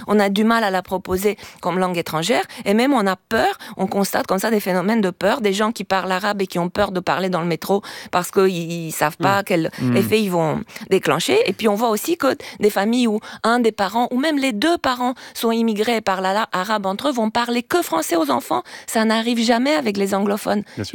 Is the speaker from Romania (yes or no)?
yes; Romania; French is a second language; now in France; ça fait super longtemps que je parle aussi le français, ça fait 30 ans que je suis en France, et donc mon accent n'est pas roumain.